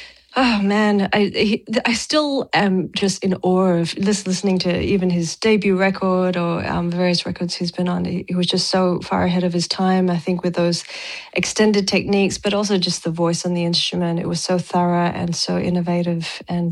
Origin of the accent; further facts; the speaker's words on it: Perth, Western Australia, Australia; moved away; I am from Perth, which it's kind of one of the most isolated major cities in the world. We're on the West Coast.